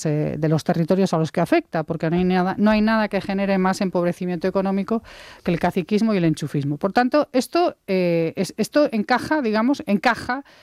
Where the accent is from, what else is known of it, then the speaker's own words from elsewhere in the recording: Santiago de Compostela, Galicia, Spain; Yo, bueno, soy de Santiago de Compostela, no puedo olvidar ni perder de vista la Diputación Ondarense, la Diputación de Lugo